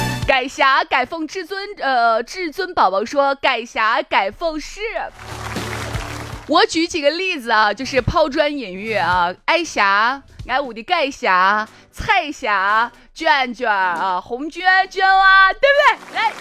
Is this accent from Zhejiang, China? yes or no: no; Shaanxi, China; 我们陕西人